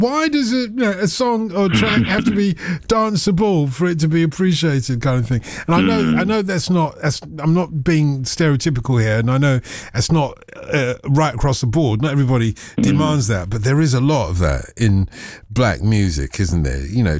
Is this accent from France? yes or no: no; London, United Kingdom; you know, a black guy growing up on Broadwater Farm in London, being a teddy boy, I got a lot of abuse.